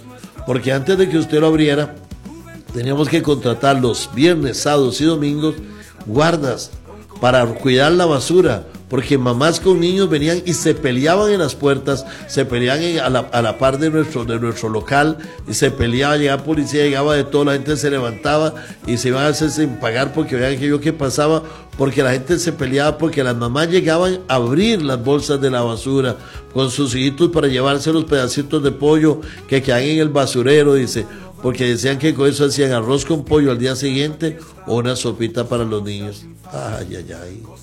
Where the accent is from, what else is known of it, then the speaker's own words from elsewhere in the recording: San José, Costa Rica; nací en Cristo Rey, ahí sirvo